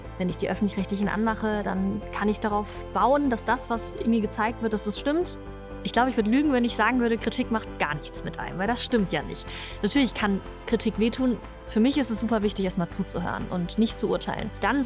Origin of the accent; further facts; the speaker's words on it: Essen, North Rhine-Westphalia, Germany; ich komme aus Essen, bin Kind aus dem Ruhrgebiet